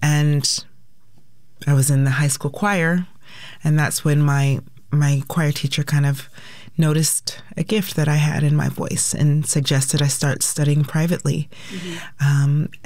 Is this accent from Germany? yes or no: no; Lakewood, Washington, United States; I grew up in Lakewood, Tacoma, Pierce County, and I grew up singing in the church choir at LNAME